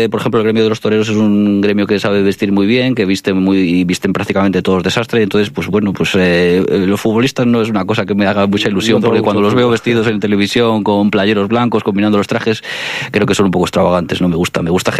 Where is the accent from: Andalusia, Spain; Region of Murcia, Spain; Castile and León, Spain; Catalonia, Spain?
Castile and León, Spain; Ponferrada; es un privilegio poder ganarme la vida en Ponferrada, que es mi ciudad natal